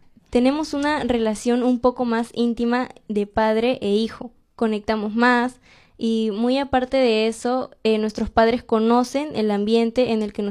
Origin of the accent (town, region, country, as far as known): Villa El Salvador, Lima, Peru